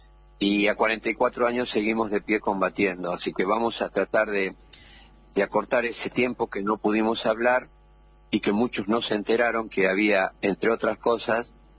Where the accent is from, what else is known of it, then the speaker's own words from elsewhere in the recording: Tucumán, Argentina; born there; Soy tucumano de nacimiento, nací de Berta y Rubén